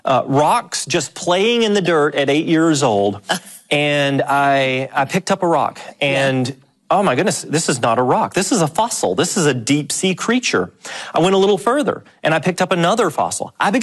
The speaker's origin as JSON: {"language": "English", "region": "Tennessee", "country": "United States", "tie": "born or raised there", "said": "from where I grew up in Middle Tennessee"}